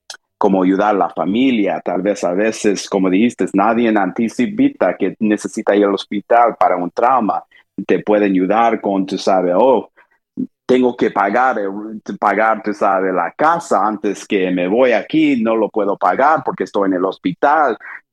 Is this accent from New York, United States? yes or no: no; Texas, United States; moved away as an adult; also born or lived in Saudi Arabia / Nashville / New Haven / Florida; now in Allentown, United States; crecí en el estado de Texas, afuera de Houston. Pasé, tú sabes, tiempo ahí. Y después, cuando salí de Texas, fui a la universidad en Nashville